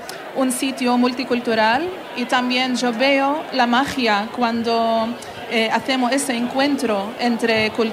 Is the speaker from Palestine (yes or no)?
yes; Palestine; Un parte de una canción que escribió hace unos años, que habla sobre cualquier niño en mi tierra, cualquier niño palestino.